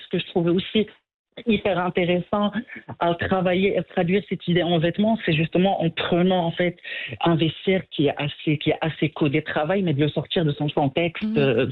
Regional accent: Morocco; c'est nos contradictions en tant qu'humains, en tant que Marocains

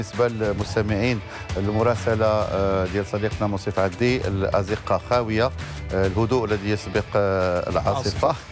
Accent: Morocco; فقلت لهم أنا من المغرب،

